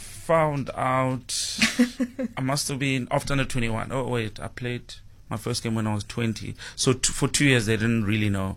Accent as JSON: {"language": "English", "town": "King William's Town", "region": "Eastern Cape", "country": "South Africa", "tie": "born or raised there", "said": "I think growing up in King Williamstown, we loved rugby in the Eastern Cape"}